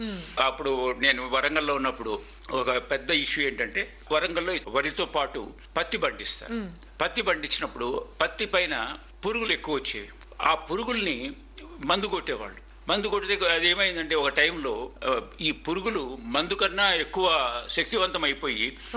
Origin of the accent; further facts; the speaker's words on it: Kadapa, Andhra Pradesh, India; నేను ఇంకా స్కూల్లో ఉండగానే మొట్టమొదటిసారి కడపలో కూడా మా నేటివ్ ప్లేస్ లో రిలే స్టేషన్ పెట్టారు